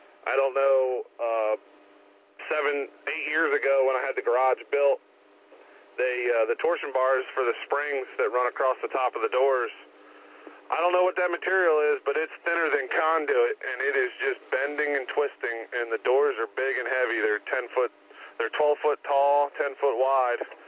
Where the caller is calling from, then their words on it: Nottingham, Pennsylvania, United States; down in Nottingham, about a mile and a half south of the Hearst factory, right on the Maryland border. I love where I live. I live in the middle of a bunch of farmland, don't have any neighbors.